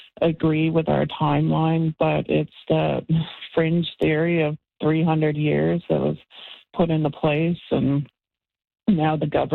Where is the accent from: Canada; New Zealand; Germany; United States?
Canada; Newfoundland and Labrador; It was my whole childhood. I grew up in Uchmeet on the land in the country. I learned the Innu way of life.